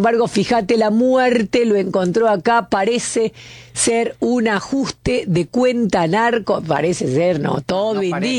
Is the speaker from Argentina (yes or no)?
yes; Argentina; No soy argentina sangrona, ni mamona, ni creída, se lo dije en tres idiomas distintos.